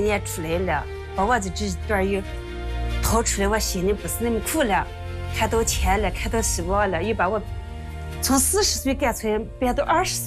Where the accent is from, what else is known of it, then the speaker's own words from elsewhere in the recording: Ningxia, China; accent: Haigu dialect; 其实咱们海固的方言说习惯了